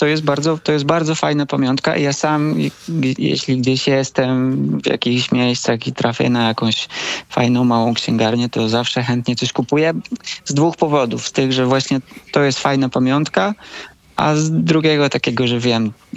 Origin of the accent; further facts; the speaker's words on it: Sanok, Subcarpathian Voivodeship, Poland; bo ja pochodzę z Sanoka.